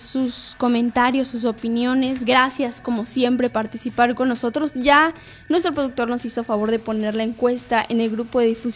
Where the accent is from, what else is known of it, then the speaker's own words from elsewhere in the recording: Mexico; nosotros como mexicano